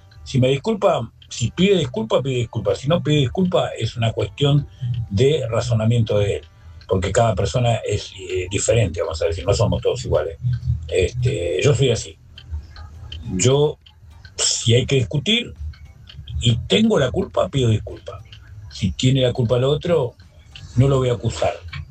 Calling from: Guernica, Buenos Aires Province, Argentina; de Guernica.

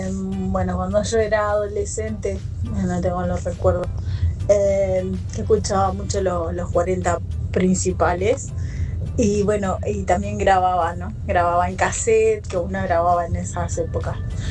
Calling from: González Catán, Buenos Aires Province, Argentina; soy de González Catán.

